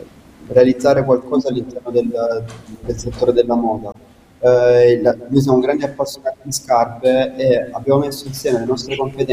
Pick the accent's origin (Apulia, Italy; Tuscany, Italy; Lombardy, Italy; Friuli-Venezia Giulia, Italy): Apulia, Italy; Casarano; noi non sapevamo minimamente come si realizza una scarpa tradizionale, nonostante se io e Marco siamo nati e cresciuti a Caserano